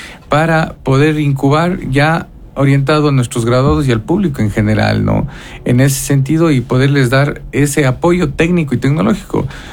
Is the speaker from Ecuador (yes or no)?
yes; Ecuador